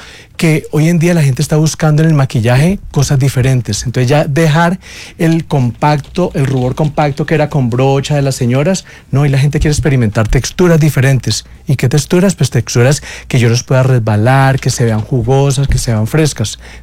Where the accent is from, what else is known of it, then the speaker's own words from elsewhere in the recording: Cali, Valle del Cauca, Colombia; Yo soy de Cali y con familia paisa.